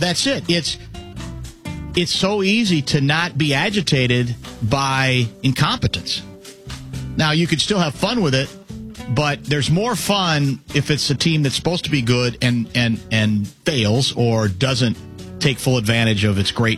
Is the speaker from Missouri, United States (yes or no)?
no; Lincoln, Nebraska, United States; moved away; I grew up in Lincoln, Nebraska, became a Vikings fan at a very early age because of the heavy coverage they received on our local CBS affiliate.